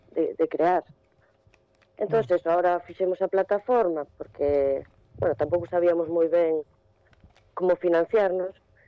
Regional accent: Narón, Galicia, Spain; somos de Narón e Ferrol, la contorna toda por aquí

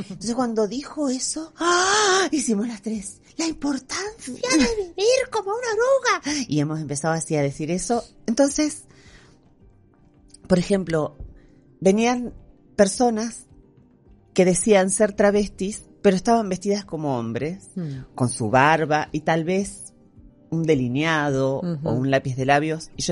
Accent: Argentina; hago psicoanálisis como buena argentina hace ya muchos años

